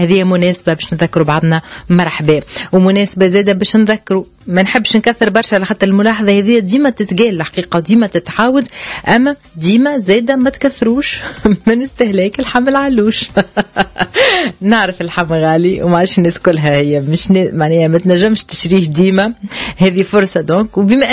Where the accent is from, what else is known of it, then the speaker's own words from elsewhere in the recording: southern Tunisia, Tunisia; accent: Tunisian; إذا باش نتكلموا بلهجتنا التونسية